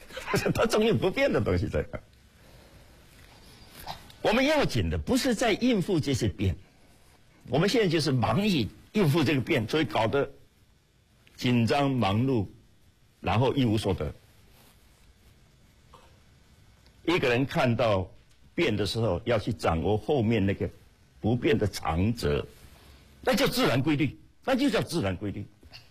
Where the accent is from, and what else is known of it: China